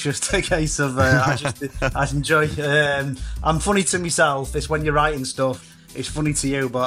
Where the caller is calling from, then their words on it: Sheffield, Yorkshire and the Humber, United Kingdom; I'm calling from Sheffield. Yeah, we're in Sheffield at the minute.